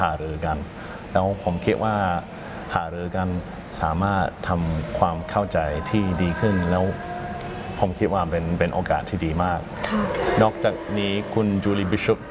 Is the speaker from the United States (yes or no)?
no; Australia; Thai is a second language; now in Thailand; แต่ว่ารัฐบาลของออสเตรเลียเราต้องการให้นักการทูตพูดภาษาอื่นรวมถึงภาษาไทยด้